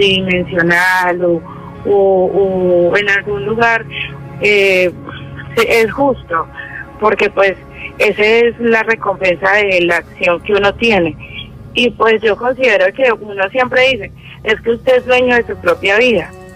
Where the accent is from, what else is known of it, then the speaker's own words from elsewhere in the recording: Pereira, Risaralda, Colombia; porque cómo le parece que pues yo soy de Pereira